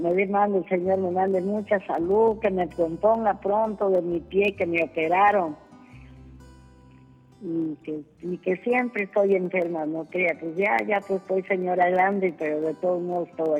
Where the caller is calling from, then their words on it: Tacámbaro, Michoacán, Mexico; De acá, de Tacámbaro, Michoacán